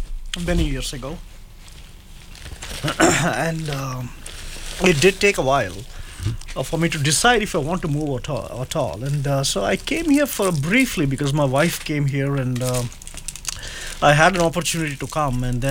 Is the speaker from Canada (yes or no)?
no; Bangalore, Karnataka, India; moved away as an adult; now in United States; So my background, I was born and raised in Bangalore.